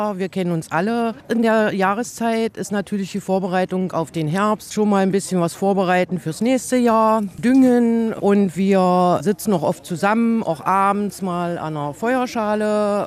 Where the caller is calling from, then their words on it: Magdeburg, Saxony-Anhalt, Germany; Ich komme aus Magdeburg.